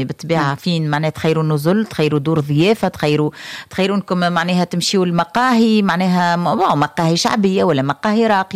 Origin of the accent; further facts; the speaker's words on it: Sfax, Sfax Governorate, Tunisia; born there; لا ولا بالحق أنا مولودة في صفاقس ونعرف صفاقسية نعرف عندي برشا صحابي من صفاقس